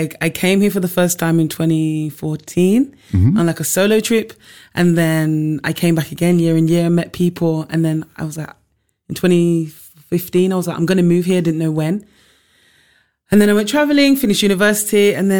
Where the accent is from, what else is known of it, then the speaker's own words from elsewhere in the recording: United Kingdom; I'm British Jamaican.